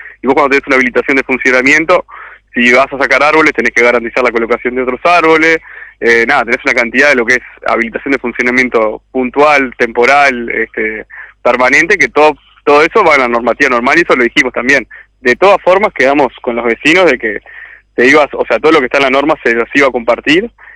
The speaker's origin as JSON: {"language": "Spanish", "region": "Canelones", "country": "Uruguay", "said": "Yo soy de Costa de Oro"}